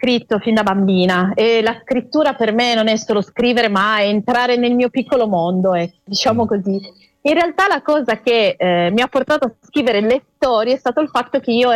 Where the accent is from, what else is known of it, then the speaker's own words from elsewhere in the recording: Cuneo, Piedmont, Italy; Io appunto, avendo vissuto in montagna, sono partita dalla montagna, quindi dalle valli cuneesi. Io sono di Cuneo